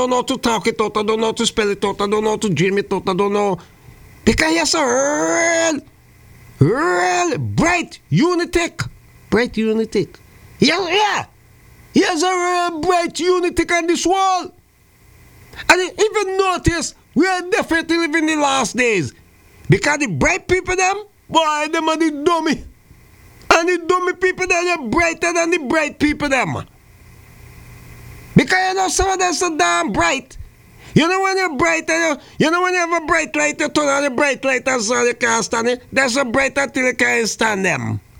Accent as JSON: {"language": "English", "country": "St. Vincent & Grenadines", "tie": "born or raised there", "moved": "yes", "said": "my hometown? St. Vincent of the Grenadines?"}